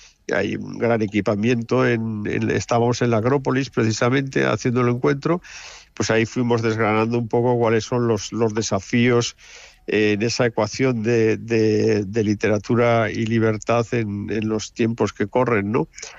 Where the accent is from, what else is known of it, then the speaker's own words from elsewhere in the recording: Barbastro, Aragon, Spain; O sea, yo soy de Barbastro. Me encuentro a uno de Binéfar en Atenas.